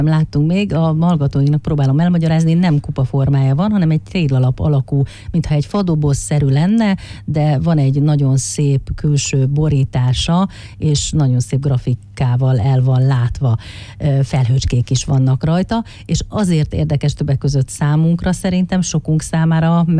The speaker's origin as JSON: {"language": "Hungarian", "town": "Paks", "region": "Tolna", "country": "Hungary", "said": "hihetetlenül büszkék vagyunk így paksiként rád"}